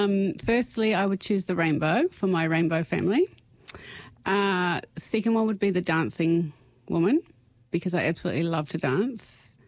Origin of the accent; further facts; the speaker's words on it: New Zealand; I'm from Aotearoa. I've lived here almost all of my life. I live with my wife and our 19-year-old son.